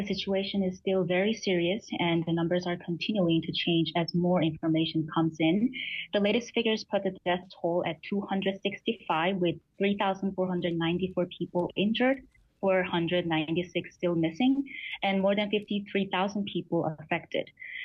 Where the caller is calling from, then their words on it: Medellin, Antioquia, Colombia; And personally, I'm speaking from Medellin, right? So roughly 190 kilometers from the epicenter.